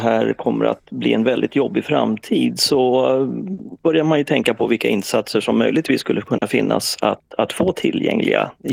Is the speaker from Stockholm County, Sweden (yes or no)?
yes; Täby, Stockholm County, Sweden; born or raised there